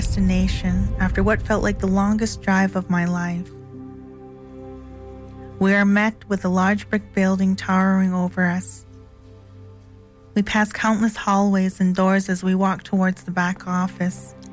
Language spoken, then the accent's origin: English; Alberta, Canada; I am from Ghana, First Nation, Alberta. I am a residential school survivor who attended the St. Mary's Residential School